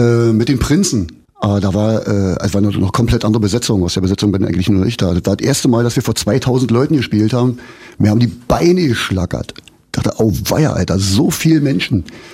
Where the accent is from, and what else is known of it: Brandenburg, Germany